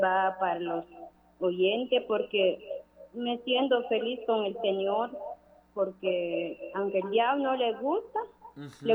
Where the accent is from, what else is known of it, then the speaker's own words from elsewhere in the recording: Guatemala; accent: K'iche'; O sea, hablar en idioma quiché, yo sí no me avergüence